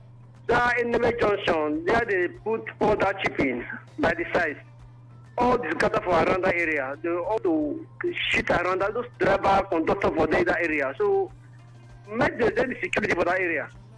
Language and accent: English; Rivers, Nigeria; I'm coming from a community from Ogoni